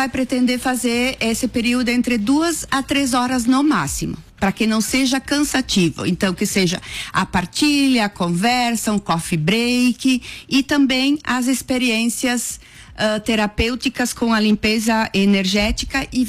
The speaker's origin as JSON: {"language": "Portuguese", "town": "Nova Bassano", "region": "Rio Grande do Sul", "country": "Brazil", "said": "sou de Nova Bassano."}